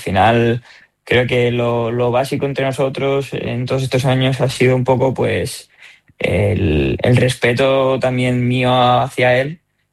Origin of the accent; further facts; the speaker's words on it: Terrassa, Catalonia, Spain; yo soy catalán y en Cataluña tenemos exacto, tenemos de las dos